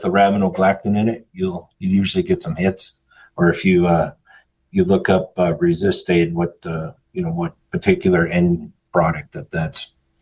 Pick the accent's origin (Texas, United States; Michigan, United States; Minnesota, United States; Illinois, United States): Minnesota, United States; Cohasset; I grew up in Cohasset